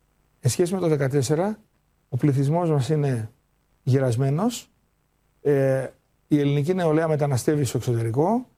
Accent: Greece; εγώ ως Έλληνας πολίτης

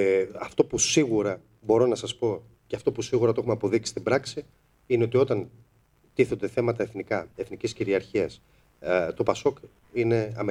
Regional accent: Greece; σαν Έλληνες πολίτες πάνω απ' όλα εμείς

